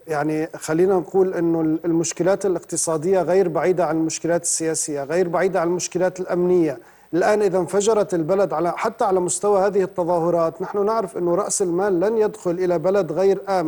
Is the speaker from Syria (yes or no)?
yes; Syria; عليك أن تقدم لنا كسوريين